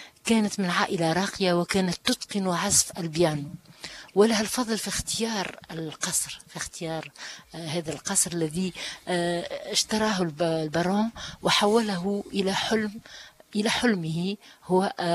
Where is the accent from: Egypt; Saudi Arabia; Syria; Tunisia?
Egypt; موجود ارجع لما ارجع مصر، وزعلانة ان انا هرجع مصر واسيبكم لكن ان انا ارجع للمركز معهد الموسيقى العربية عندنا في القاهرة